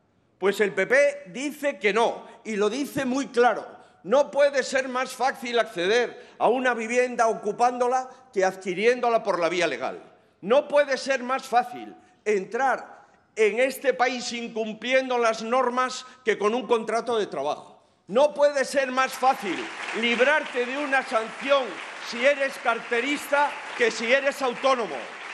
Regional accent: Galicia, Spain; now in Catalonia, Spain; soy gallego. Hemos venido muchos gallegos aquí, 100.000 gallegos.

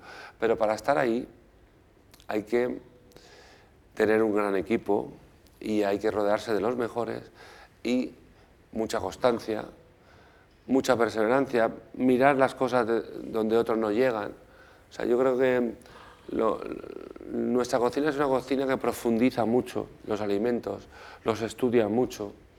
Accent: Spain; nosotros somos una familia española normal.

